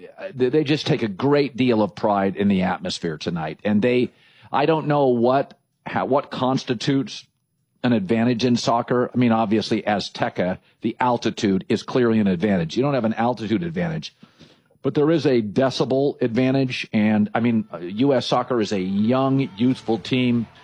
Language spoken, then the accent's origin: English; Pacific Northwest, United States; I grew up in the Pacific Northwest, so Seattle takes such pride, the Seahawks.